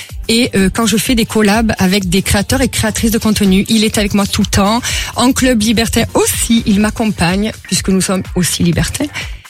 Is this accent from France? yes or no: yes; Marseille, Provence-Alpes-Côte d'Azur, France; on est natif de Marseille.